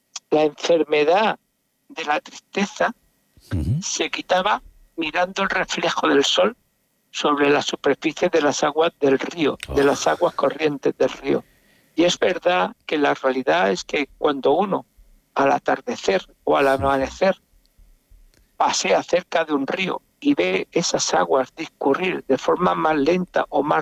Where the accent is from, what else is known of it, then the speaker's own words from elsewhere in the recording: Region of Murcia, Spain; Somos la huerta de Europa en Murcia.